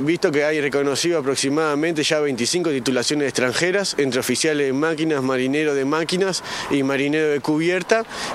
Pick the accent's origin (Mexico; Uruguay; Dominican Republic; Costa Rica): Uruguay; nosotros como uruguayos